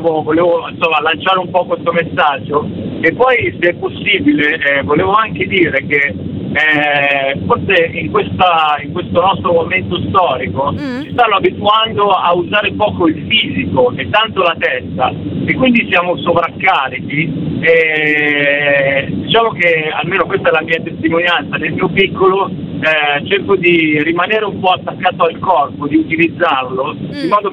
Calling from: Milan, Lombardy, Italy; io sono di Milano

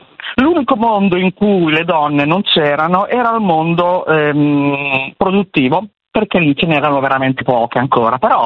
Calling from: Bologna, Emilia-Romagna, Italy; Io sono di Bologna

